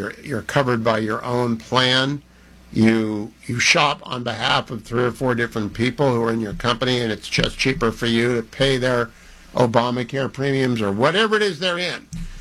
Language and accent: English; Warren, Ohio, United States; I see the president going to my hometown tonight, Warren, Ohio, Youngstown, Ohio, the Trumbull County.